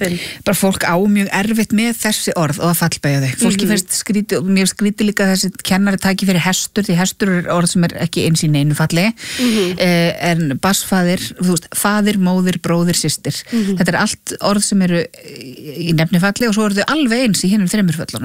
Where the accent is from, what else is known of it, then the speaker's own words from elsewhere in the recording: Húsavík, Northeastern Region, Iceland; Í Húsavík við Skjálfanda.